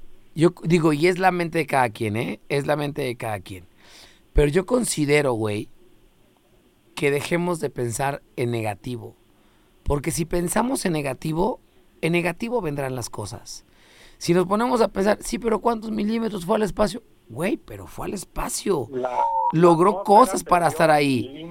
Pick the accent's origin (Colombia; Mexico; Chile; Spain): Mexico; Somos mexicanos, güey.